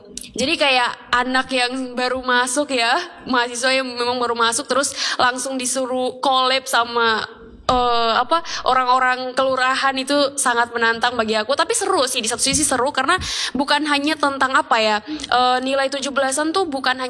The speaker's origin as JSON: {"language": "Indonesian", "town": "Tobelo", "region": "North Maluku", "country": "Indonesia", "said": "Aku dari Tobelo."}